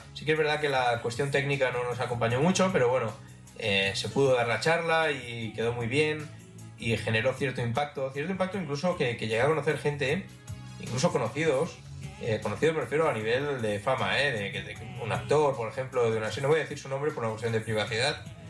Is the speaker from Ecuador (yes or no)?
no; Barcelona, Catalonia, Spain; yo soy de Barcelona